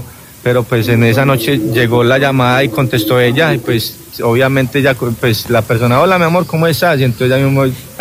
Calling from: Colombia; Yo soy orgulloso transportador de Colombia.

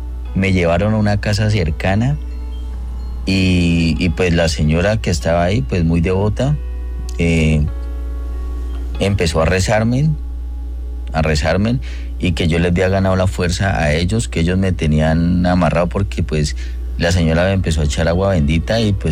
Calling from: Pitalito, Huila, Colombia; Yo me encuentro por acá, somos de acá de Pitalito, Huila.

